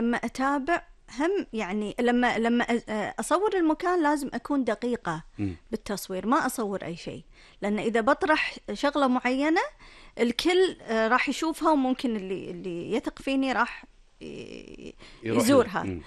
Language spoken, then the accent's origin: Arabic; Kuwait